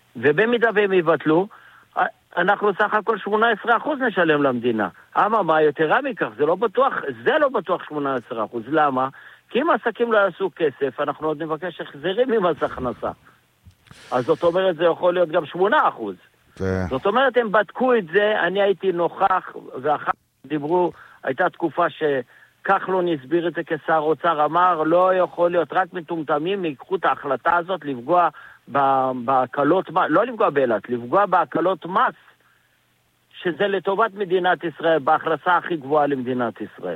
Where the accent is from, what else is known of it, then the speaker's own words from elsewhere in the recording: Iran; זה מילה שלנו, של הפרטים, אני איראני.